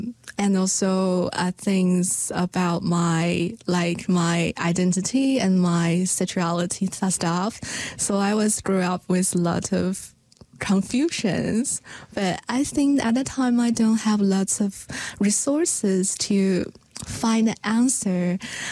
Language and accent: English; Sichuan, China; born there; English is a second language; moved away; I was born in the Sichuan province, which in the southwest of China, and my parents are working the mechanical factory, and then they raised me, and so then I studied in different provinces in China, and then I grew up.